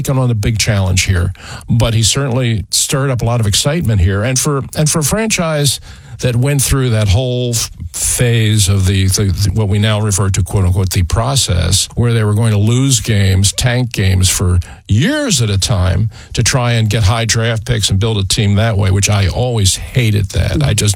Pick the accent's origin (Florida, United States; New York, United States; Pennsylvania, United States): Pennsylvania, United States; Philadelphia; raised here, went to school here, and worked here my whole life. I've never worked anywhere else. I am as Philadelphian as a Philadelphian can possibly be.